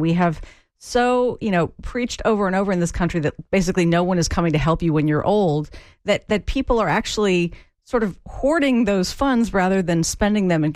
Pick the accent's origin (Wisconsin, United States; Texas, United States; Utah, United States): Texas, United States; My home state of Texas is one that offers a deal to seniors who own their own homes.